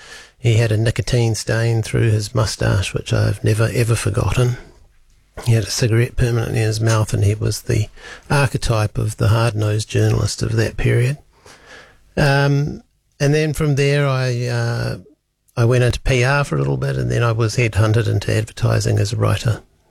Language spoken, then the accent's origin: English; Wellington, New Zealand; I was born in Wellington a long time ago, 1969. Showing my age there, or literally giving it away. And that's where I grew up.